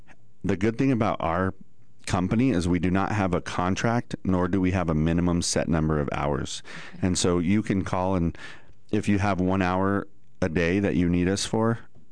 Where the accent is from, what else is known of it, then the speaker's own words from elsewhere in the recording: Flagstaff, Arizona, United States; So I was born and raised in Flagstaff, Arizona. So I'm an Arizona native.